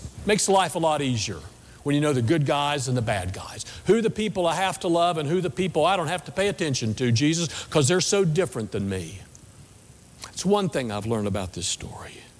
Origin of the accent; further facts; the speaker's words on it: West Virginia, United States; we're from West Virginia, we know how people look down upon us and stereotype us even before they know who we are.